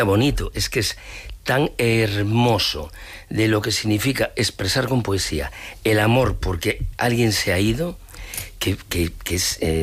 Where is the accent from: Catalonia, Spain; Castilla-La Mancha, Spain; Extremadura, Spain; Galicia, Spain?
Galicia, Spain; Ourense; Yo soy orense, orensano.